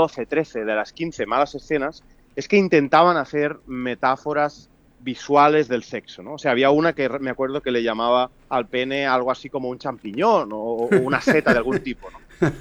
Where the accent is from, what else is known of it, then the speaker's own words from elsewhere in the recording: Catalonia, Spain; los de mi tierra